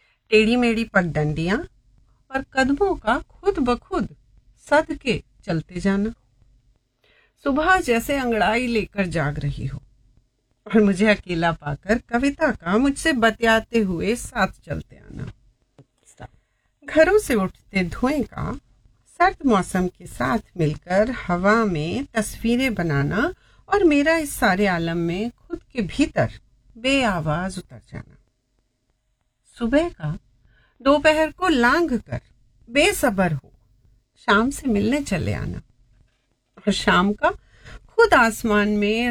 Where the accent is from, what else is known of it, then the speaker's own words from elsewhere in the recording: Bareilly, Uttar Pradesh, India; now in Moradabad, India; मैं ओरिजिनली बरेली से हूँ।